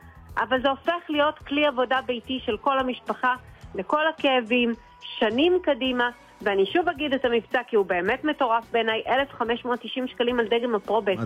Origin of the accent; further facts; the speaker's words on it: Haifa, Haifa District, Israel; וגם אני חיפאית